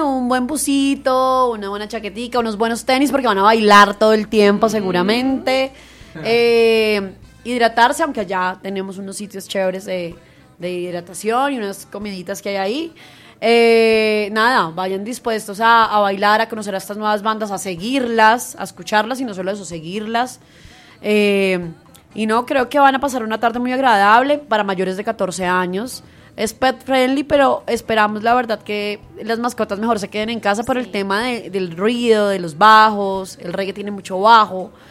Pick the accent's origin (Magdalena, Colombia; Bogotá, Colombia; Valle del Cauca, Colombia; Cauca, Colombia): Bogotá, Colombia; pues es que soy de acá.